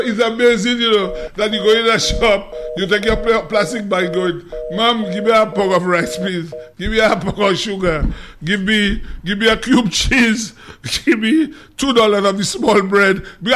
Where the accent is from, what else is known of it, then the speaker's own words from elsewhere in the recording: Dominica; when I grew up in Collio